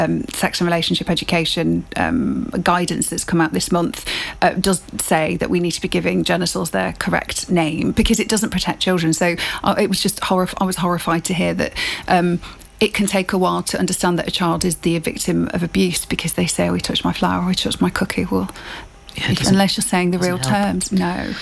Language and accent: English; United Kingdom; which is a play on the 70s film No, Sex, Please, We're British, which plays to our British prudishness.